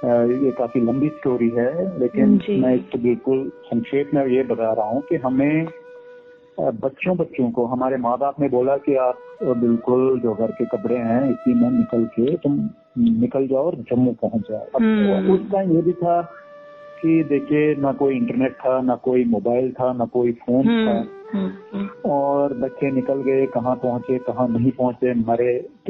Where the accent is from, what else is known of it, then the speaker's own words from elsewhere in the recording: Jammu and Kashmir, India; moved away; also born or lived in Warangal; पूरा बचपन मेरा बीता है वहाँ।